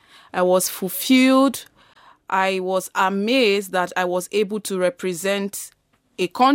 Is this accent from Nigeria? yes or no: yes; Nigeria; now in Vienna, Austria; Because, you know, I'm African, I'm Nigerian, and I'm living here in Vienna.